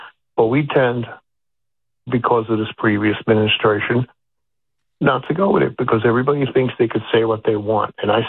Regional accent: New York City, New York, United States; now in Mohegan Lake, United States; I grew up in Harlem

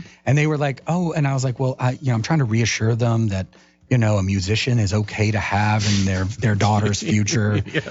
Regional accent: Sevierville, Tennessee, United States; I grew up in Sevierville. So, yeah, I grew up in Dollywood.

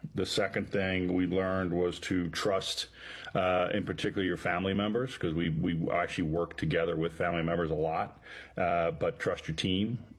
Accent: Bryn Mawr, Pennsylvania, United States; I'm from Bryn Mawr, Pennsylvania. I have 8 brothers and sisters. I am the youngest boy and second to youngest of the 8.

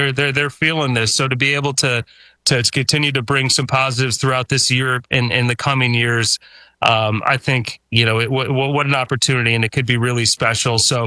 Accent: Detroit, Michigan, United States; born or raised there

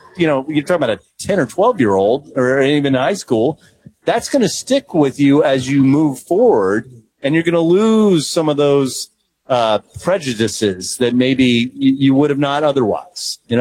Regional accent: the South, United States; And again, I grew up in the South.

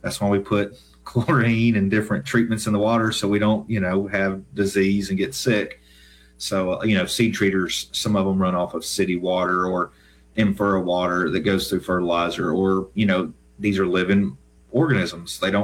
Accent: Tennessee, United States; So I grew up in West Tennessee, grew up on a small farm in West Tennessee, and wanted to see what was out there and travel.

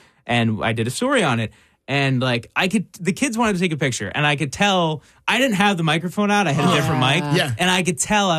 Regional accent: Hauppauge, New York, United States; also born or lived in Bethpage, New York; now in New Jersey, United States; From Hopog, went to Hopog High School, you know, went to all Hopog schools.

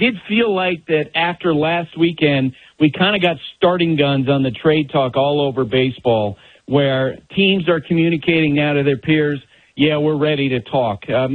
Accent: Washington, District of Columbia, United States; born there; Yeah, and by the way, I was born in Washington, D.C., okay? But when we set up my credentials as an American.

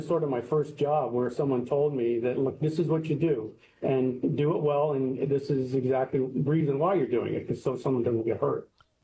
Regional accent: Renton, Washington, United States; I was living in Renton, Washington, which is the community that a lot of people worked at the Boeing company and went to Catholic school.

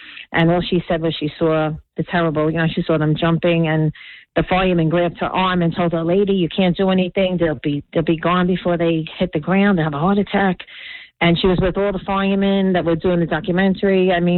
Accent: New York, United States; now in Toms River, United States; I was born and raised Bronx, New York.

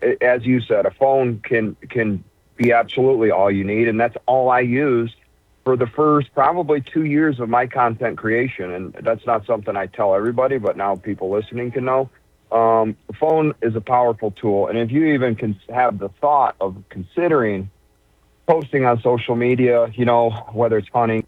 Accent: Ubly, Michigan, United States; moved away as an adult; I grew up in the Thelma, Michigan, specifically the Ubley area, and since I grew up, became an adult, had my own family, and have changed geographical locations

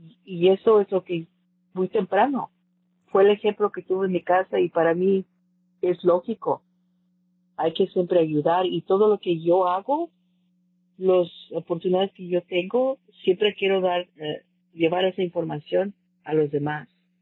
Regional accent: Cicero, Illinois, United States; Desde joven yo crecí en Cicero y fuimos una de las primeras familias mexicanas en la área donde yo crecí, que se llama Grantworth, que era medio feíto, por decir, pero estaba muy envuelta yo en la iglesia San Antonio de Padua.

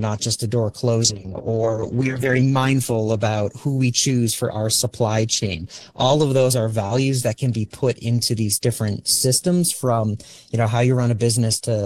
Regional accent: New England, United States; now in California, United States; I'm calling in from my hometown. I live in California, but I grew up in New England, and I know these roads like the back of my hand

